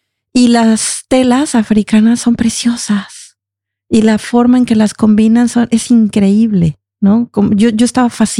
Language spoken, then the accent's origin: Spanish; Veracruz, Mexico; recordé que en México, en la región de donde yo vengo, hubo esclavos africanos en Veracruz, ¿no? Incluso hay un pueblo que se llama Yanga, que fue el primer pueblo libre de esclavitud en América.